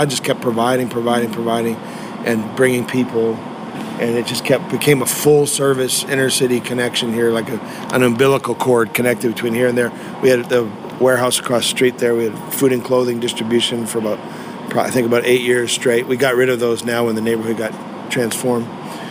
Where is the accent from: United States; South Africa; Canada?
Canada; born there; moved away as an adult; as a Canadian boy.